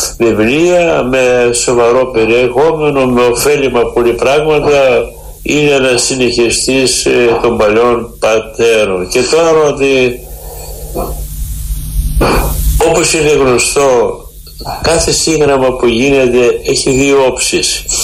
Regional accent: Greece; σαν Έλληνες, σαν χριστιανοί

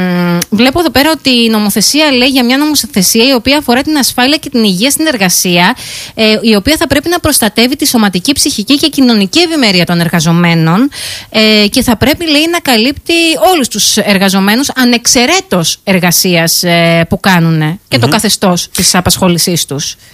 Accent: Greece; moved away; Κάθε φορά που επιστρέφω στον τόπο μου, ρε παιδί μου, γιατί εκεί γεννήθηκα, εκεί μεγάλωσαν

